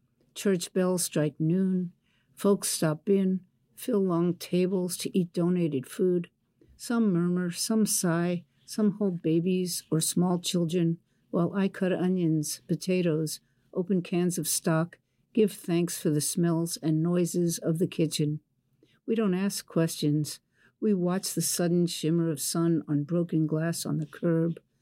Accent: West Virginia, United States; moved away; also born or lived in Fairmont; You know, I moved from Wetzel County, rural Wetzel County, West Virginia, to Fairmont, West Virginia.

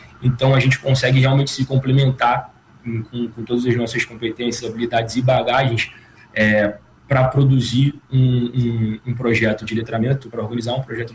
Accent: Rio de Janeiro, Brazil; Todos nós somos pessoas periféricas. Eu sou cria de Realengo, não falei isso no início, mas sou cria de Realengo, mais especificamente da Malé.

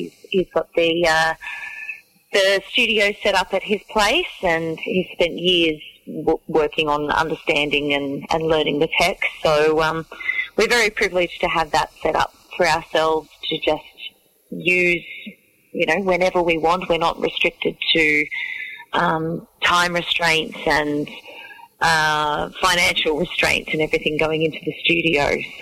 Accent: Orange, New South Wales, Australia; a small little orchard locality, actually known for a lot of wineries now, just outside of Orange in New South Wales, where I grew up, and my family is generations of orchardists.

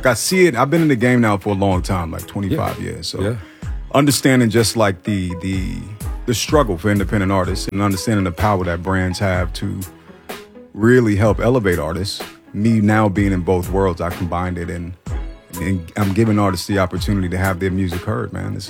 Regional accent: New York City, New York, United States; Born and raised. I mean, everybody in Jamaica Queens, man. That's Jamaica Queens made me.

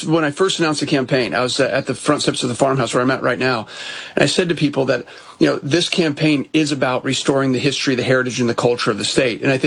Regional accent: Iowa, United States; now in Belle Plaine, Iowa, United States; I'm a sixth generation Iowan. I was born and raised in Western Iowa.

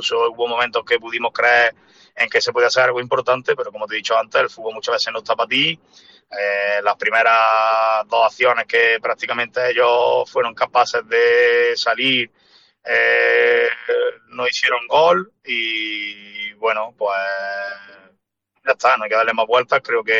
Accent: Córdoba, Andalusia, Spain; yo soy muy cordobés, soy muy de valorar el producto cordobés de esta localidad, de la provincia

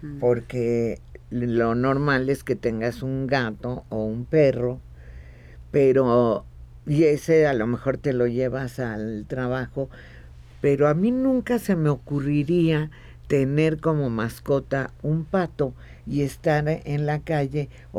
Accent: Mexico; Es que habla de cómo somos los mexicanos.

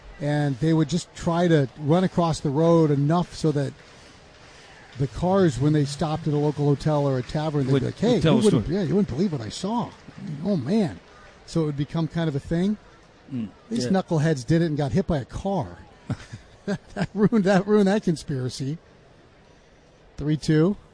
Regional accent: Montana, United States; moved away; my home state of Montana.

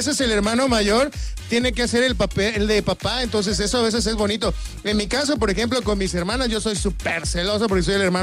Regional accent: Mexico

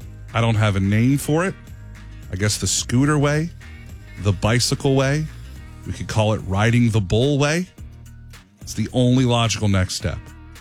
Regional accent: Pennsylvania, United States; born there; This is a Pennsylvania story, my home state

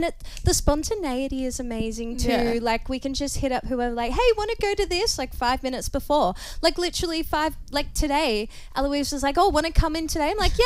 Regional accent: Melbourne, Victoria, Australia; now in Katherine, Australia; I'm from Melbourne, Emily's from Melbourne, and these two are from Adelaide, so we're definitely more city girls.

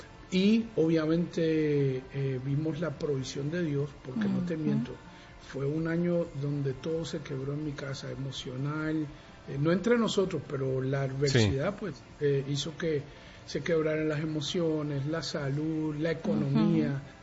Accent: Puerto Rico; also born or lived in Venezuela; Venezuela, aunque me crié en Puerto Rico

